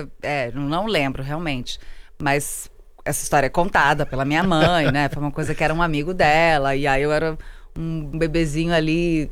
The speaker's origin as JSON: {"language": "Portuguese", "town": "Porto Alegre", "region": "Rio Grande do Sul", "country": "Brazil", "tie": "born there", "also_born_or_lived": "Rio de Janeiro", "said": "Sim, na verdade eu só nasci em Porto Alegre, porque assim, minha família ela é do Sul, mas quando eu nasci, minha mãe grávida de mim, eles já estavam morando no Rio."}